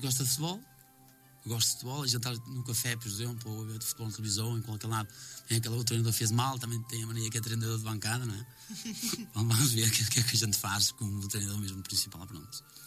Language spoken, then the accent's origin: Portuguese; Portugal; eu não sou natural de Friand, sou natural de outra freguesia vizinha.